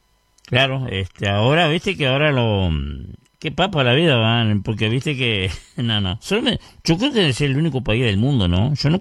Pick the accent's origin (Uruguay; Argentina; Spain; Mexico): Uruguay; Yo confío en nuestro país, por supuesto, soy uruguayo, ¿no?